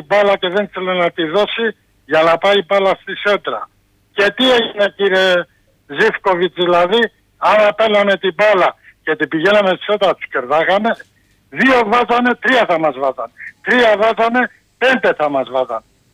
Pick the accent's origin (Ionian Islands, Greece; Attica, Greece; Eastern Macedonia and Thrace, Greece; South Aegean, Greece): Attica, Greece; Menidi; Είμαι ονεύτος από το Μενίδη, δεν ξέρω άμα καταλάβατε.